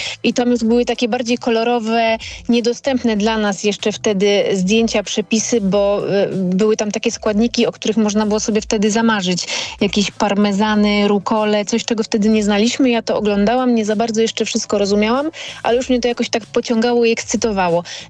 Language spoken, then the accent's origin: Polish; Gdańsk, Pomeranian Voivodeship, Poland; jestem z Gdańska